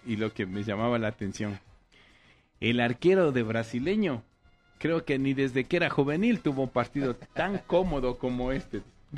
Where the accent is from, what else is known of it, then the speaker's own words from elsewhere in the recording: Ecuador; A nivel internacional somos de Ecuador y punto. Ahí apoyamos a todos los equipos ecuatorianos.